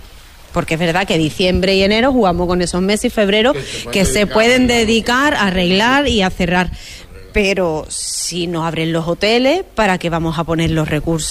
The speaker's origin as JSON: {"language": "Spanish", "area": "Huelva", "region": "Andalusia", "country": "Spain"}